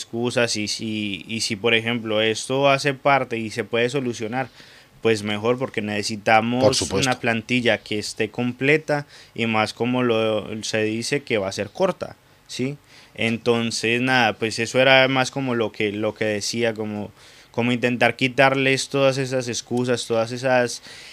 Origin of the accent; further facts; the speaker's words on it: Colombia; a ver, yo vengo de Colombia, ¿sí?